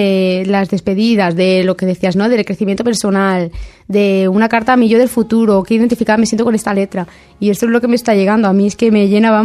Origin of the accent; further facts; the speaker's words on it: Montornès del Vallès, Catalonia, Spain; moved away as an adult; now in Gisá (nearby town), Spain; realmente desde bien pequeñita. He vivido muchísimos años aquí. Mis padres siguen viviendo aquí. Mi hermano sigue viviendo aquí. Lo único que yo, pues por temas del amor, pues me fui ya hace unos añitos a vivir a una población cercana, Gisá.